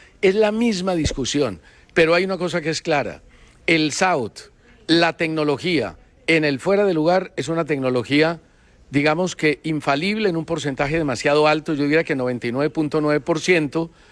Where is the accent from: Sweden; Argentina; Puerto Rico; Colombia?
Colombia; que a uno como colombiano le encantaría decir, nos robaron... Pero no